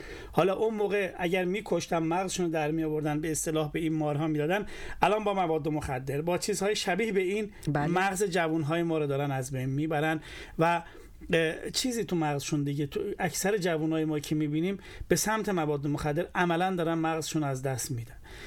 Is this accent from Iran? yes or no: yes; Iran; البته هنوز هم افتخار میکنیم که ایرانی هستیم،